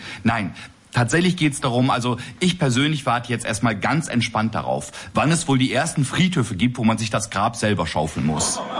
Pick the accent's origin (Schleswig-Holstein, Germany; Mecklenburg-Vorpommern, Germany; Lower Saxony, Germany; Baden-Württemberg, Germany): Lower Saxony, Germany; So wie ich es eben aus meiner Kindheit in Niedersachsen kenne.